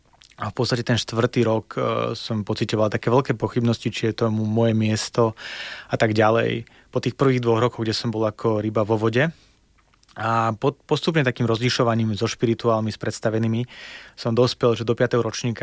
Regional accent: Belarus; Slovak is a second language; now in Slovakia; trochu cudzie, že ja sa hlásim k tomu, že som Bielorus. Vždy, keď tam prídem, tak je tam trošku nostalgia, ale zároveň sa necítim ako súčasť tej rodiny, toho národa, že skôr som doma na Slovensku.

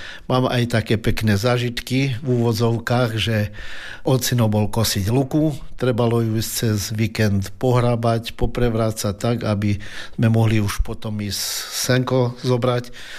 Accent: Helpa, Banská Bystrica Region, Slovakia; v mojej rodnej dedine v Helpe

